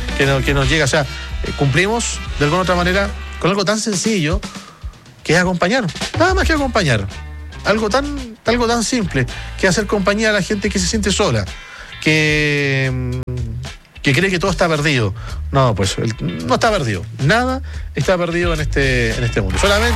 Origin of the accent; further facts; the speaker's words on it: Coyhaique, Aysén, Chile; now in Punta Arenas, Chile; Yo veo el fútbol porque me gusta. Tanto en Coyhai, que mi pueblo, y aquí en Punta Arenas, jugábamos con la luz de la luna.